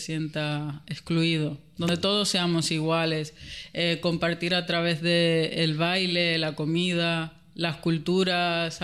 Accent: Dominican Republic; Le dije yo de muy lejos. Yo vengo de República Dominicana.

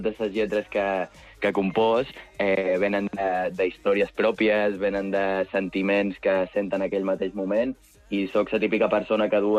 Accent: Jesús, Balearic Islands, Spain; Jo soc de Jesús.

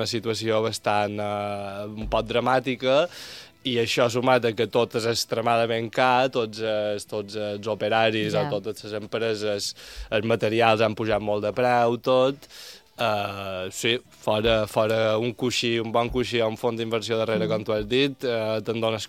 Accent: Montuïri, Balearic Islands, Spain; jo som mallorquí, tota la meva família és mallorquina

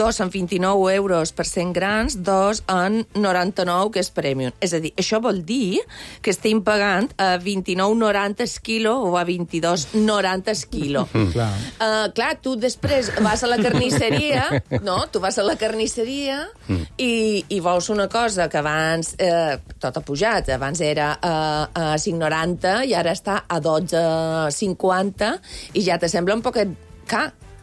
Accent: Es Castell, Balearic Islands, Spain; Perquè en el meu poble...

